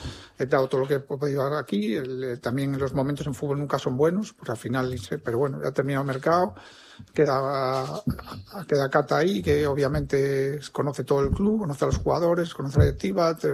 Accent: Pamplona, Navarre, Spain; soy de PTV, ¿no? De Pamplona de toda la vida, como me han dicho.

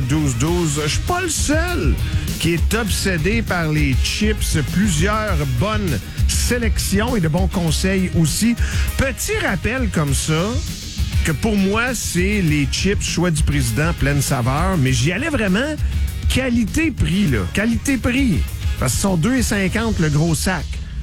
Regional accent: Dolbeau-Mistassini, Quebec, Canada; ça me rappelle mon enfance au Saguenay-Lac-Saint-Jean.

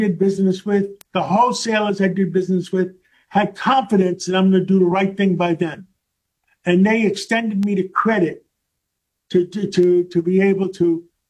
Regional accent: New York, United States; you know, I grew up in Harlem on 135th Street, and between Broadway and Amsterdam Avenue by City College, by Lewiston Stadium up there. I went to PS 192, 137th Street.

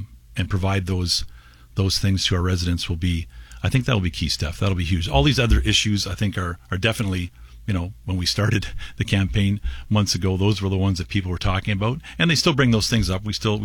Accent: Lincoln, Ontario, Canada; having been, you know, grown up in Lincoln my whole life

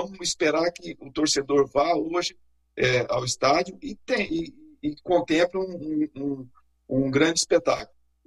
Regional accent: Cascavel, Paraná, Brazil; Pois nós somos de Cascavel, aqui no oeste paranaense. Aqui é uma cidade de 300 e poucos mil habitantes.

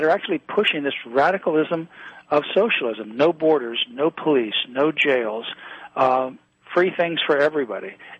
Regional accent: Florida, United States; You know, when I grew up in Florida, when I was in K through 12 school, we had mandatory courses called Americanism versus Communism.

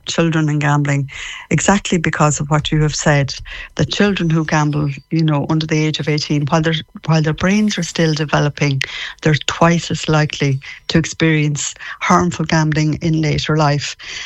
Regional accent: Mayo, Connacht, Ireland; moved away; I'm a Mayo woman myself.

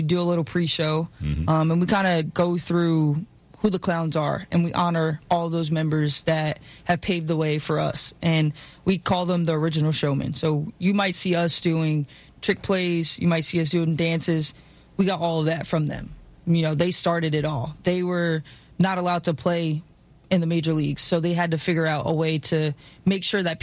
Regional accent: Philadelphia, Pennsylvania, United States; We're from Philly.

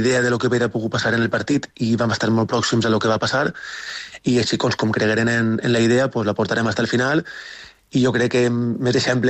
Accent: Xeraco, Valencian Community, Spain; perquè si jo sóc de Xeraco, que està al costat

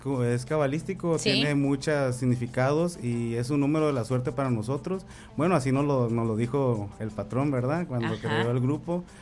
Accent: Tepic, Nayarit, Mexico; nosotros somos nayaritas, somos tepicenses, de hecho, la mayoría.

